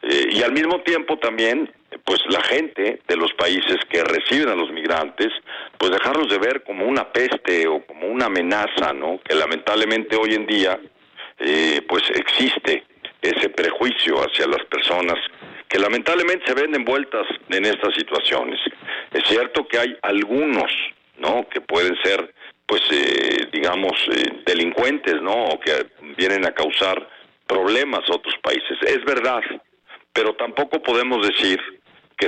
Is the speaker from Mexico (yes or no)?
yes; Mexico